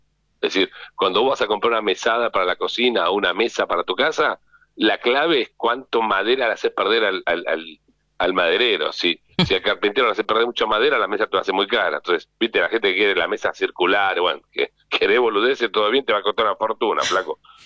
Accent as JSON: {"language": "Spanish", "country": "Argentina"}